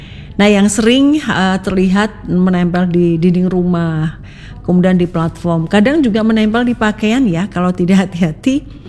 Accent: Palembang, South Sumatra, Indonesia; Maklum saya asli Palembang, jadi benar-benar gak tahu.

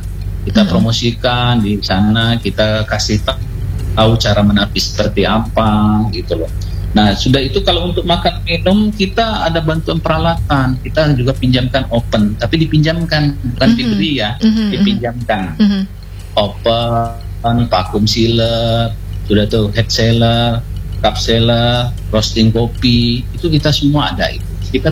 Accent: Bandar Lampung, Lampung, Indonesia; kita juga bangga sebagai orang Lampung, orang Bandar Lampung

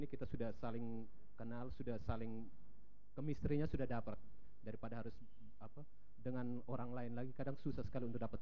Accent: Atambua, East Nusa Tenggara, Indonesia; Jadi waktu itu karena kita dari Atambua, jadi dianggap Udik, daerah Udik, jadi anak-anak pinggiran bisa apa sih?

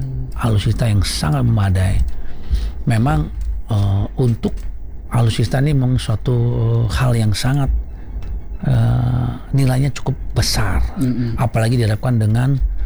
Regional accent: North Sumatra, Indonesia; kalau kita orang Batak, kita kan di sini kita ada 6 ya, 6 puak Batak ya

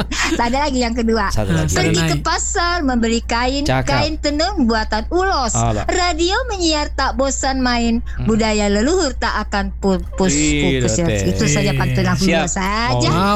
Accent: North Sumatra, Indonesia; aku Batak Toba dan itu Rekato.

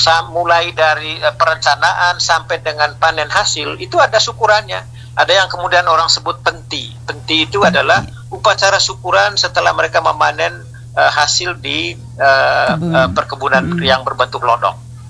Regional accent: Rangat, East Nusa Tenggara, Indonesia; Artinya memungkinkan kalau misalnya di kampung saya misalnya di Rangat, Desa Bailolos, tahun 2014 kami membuka satu lahan luasnya kurang lebih 25 hektar.

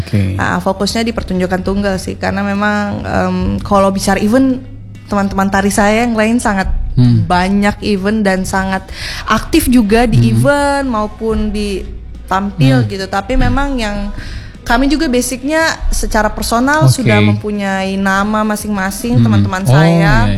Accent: Sulawesi, Indonesia; Tapi saya besarnya di Sulawesi.

